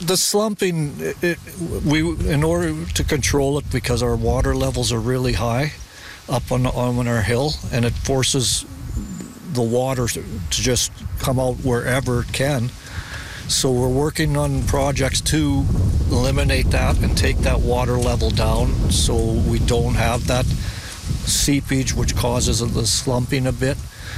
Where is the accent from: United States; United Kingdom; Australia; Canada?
Canada; Balgonie, Saskatchewan; moved away as an adult; now in Regina Beach, Canada; I'm originally from Balgoni. I grew up there and my wife and I raised our family there